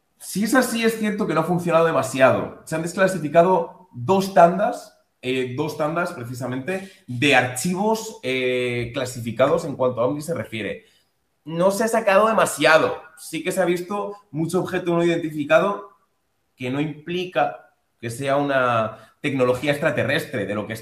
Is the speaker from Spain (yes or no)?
yes; Spain; Yo que soy español, libramos una buena batalla.